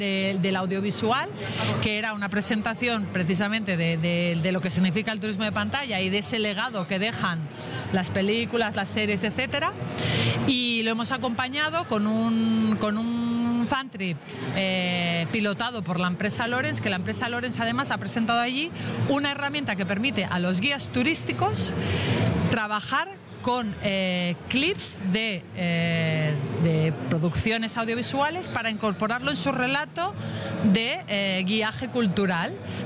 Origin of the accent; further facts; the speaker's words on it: Cantabria, Spain; Euskadi y Asturias, nuestros preciosos y afortunados vecinos, pero Cantabria lo recomiendo muy mucho, y mi pueblo en particular.